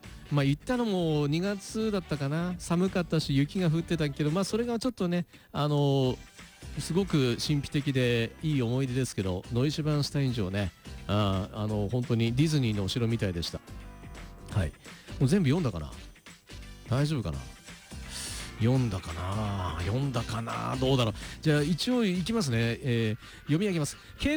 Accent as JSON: {"language": "Japanese", "region": "Tokyo", "country": "Japan", "tie": "born or raised there", "said": "東京池袋のサンシャイン60、"}